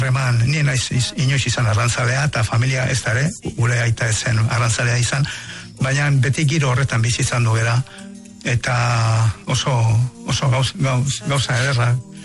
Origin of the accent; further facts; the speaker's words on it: Hondarribia, Basque Country, Spain; ni Hondarribian jaio nintzen eta Portuan bertan bizi nintzen